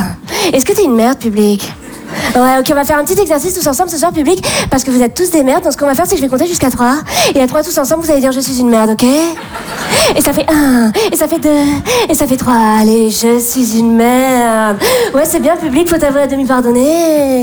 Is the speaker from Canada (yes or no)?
no; Bordeaux, Nouvelle-Aquitaine, France; je viens de Bordeaux et ayant grandi dans le milieu bourgeois bordelais